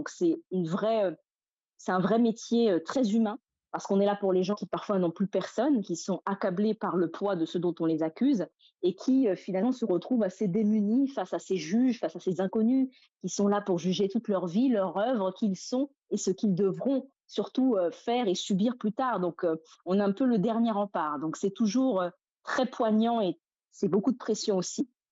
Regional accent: France; moved away as an adult; now in Fort-de-France, Martinique; Je suis martiniquaise par mes deux parents, mais j'ai grandi en France

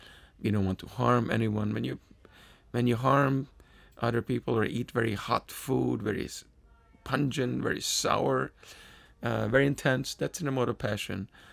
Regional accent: Hungary; For example, I'm from Hungary. I became a devotee in New York.

